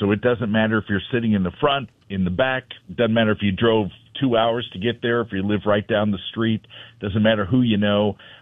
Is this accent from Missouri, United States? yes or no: yes; St. Louis, Missouri, United States; the fact that I was from St. Louis